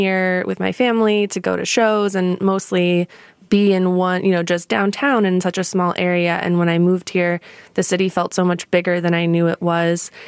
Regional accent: Michigan, United States; now in Chicago, United States; growing up in the suburbs of Detroit

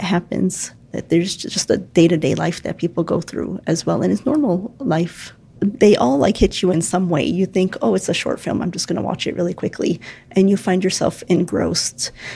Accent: Chicago, Illinois, United States; Being a Chicagoan, it's been a fun ride. I'm born and raised in Chicago. I'm half Palestinian and half Jordanian.

